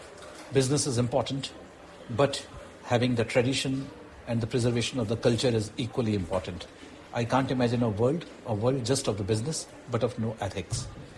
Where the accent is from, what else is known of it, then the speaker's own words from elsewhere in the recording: Delhi, India; I'm an artist from India. I live in Delhi